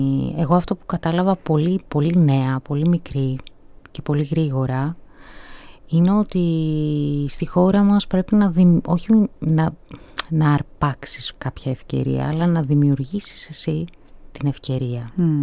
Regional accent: Thessaloniki, Central Macedonia, Greece; now in Athens, Greece; μεγάλωσα στη Θεσσαλονίκη

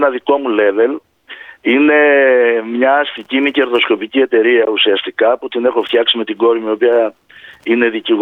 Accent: Athens, Attica, Greece; also born or lived in Rethymno; εκεί μεγάλωσα δηλαδή, όταν ήρθαμε από το Ρέθυμνο, εκεί μεγάλωσα και έζησα

